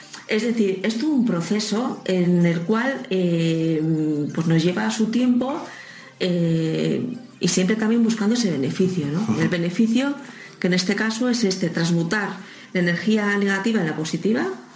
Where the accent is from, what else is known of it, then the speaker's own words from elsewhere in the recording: San Sebastián, Basque Country, Spain; nosotros somos de Donosti, somos de Urumea